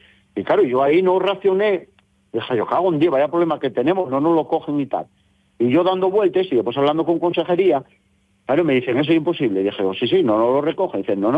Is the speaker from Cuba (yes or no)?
no; Mieres, Asturias, Spain; somos los ganaderos de Mieres que os venimos a decir que como ganaderos de Mieres y como bueno, propietarios de alguna manera, porque somos mierenses